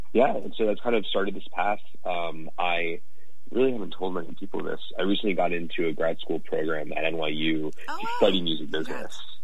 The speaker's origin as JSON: {"language": "English", "town": "Arlington", "region": "Virginia", "country": "United States", "said": "and I'm from Arlington, Virginia."}